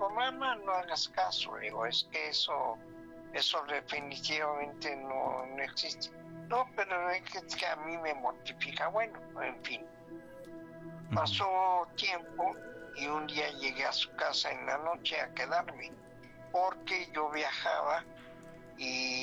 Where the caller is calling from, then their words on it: Puebla, Mexico; De la ciudad de Puebla.